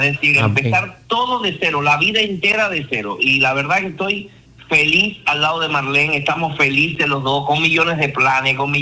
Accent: Cuba; moved away as an adult; now in Spain; nosotros los cubanos.

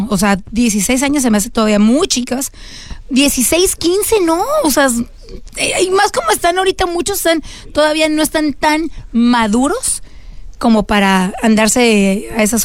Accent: Mexico; now in United States; los cuatro somos aquí de México

